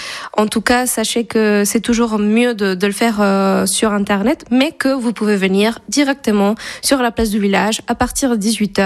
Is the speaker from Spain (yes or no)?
yes; Valencia, Valencian Community, Spain; French is a second language; moved away as an adult; also born or lived in Switzerland; now in Pigna, France; Oui, j'ai un petit accent. Ça dépend de la journée, mais oui. En fait, moi, à la base, je viens de Valencia, en Espagne.